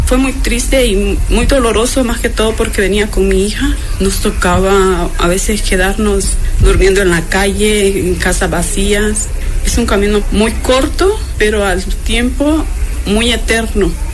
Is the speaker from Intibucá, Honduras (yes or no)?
no; Tegucigalpa, Francisco Morazán, Honduras; moved away as an adult; now in Mexico